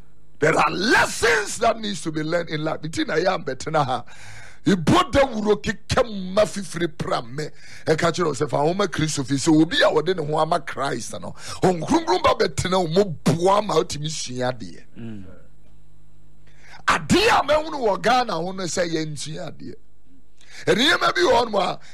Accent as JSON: {"language": "English", "town": "Accra", "region": "Greater Accra", "country": "Ghana", "tie": "born or raised there", "said": "I was born in Accra. So I see myself more as a girl than a kwewu person."}